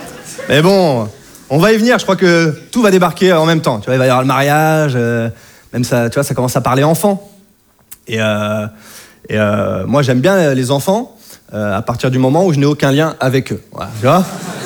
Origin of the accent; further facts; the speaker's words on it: Normandy, France; je viens de Normandie